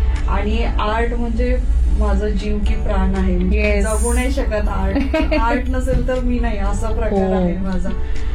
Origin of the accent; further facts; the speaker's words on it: Kolhapur, Maharashtra, India; now in Mumbai, India; मी कोल्हापूरची आहे